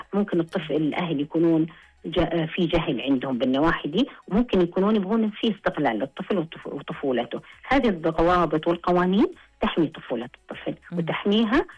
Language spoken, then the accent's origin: Arabic; Saudi Arabia; اللي عندنا في المملكة العربية السعودية